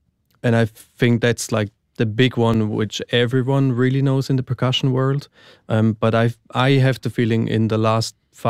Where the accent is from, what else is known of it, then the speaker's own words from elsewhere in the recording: Switzerland; I'm from Switzerland. I grew up in Switzerland. I'm living in Switzerland. So I basically spent my whole life there, of course, except when I'm touring, which is quite often.